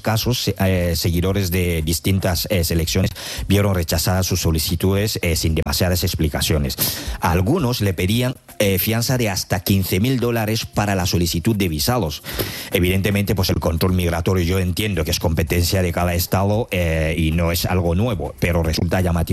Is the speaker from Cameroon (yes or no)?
yes; Cameroon; Sí, hombre. Soy de Camerún.